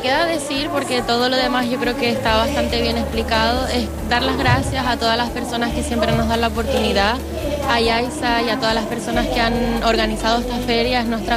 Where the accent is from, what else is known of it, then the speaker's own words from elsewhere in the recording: La Palma, Canary Islands, Spain; En La Palma, sí. Mi familia es chilena, pero nos criamos en La Palma. Mis padres se fueron cuando mi hermano tenía un año y pocos meses, y yo no había nacido, yo nací en La Palma. Y bueno, nos criamos ahí